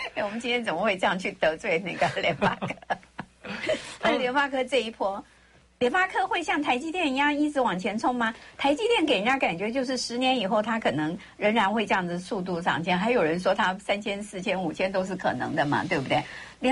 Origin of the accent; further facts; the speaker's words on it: Taiwan; 而且是我们台湾人自己的这个优质的企业，